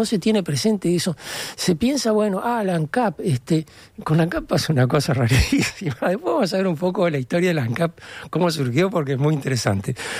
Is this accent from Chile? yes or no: no; Fray Bentos, Río Negro, Uruguay; yo soy de Fray Bentos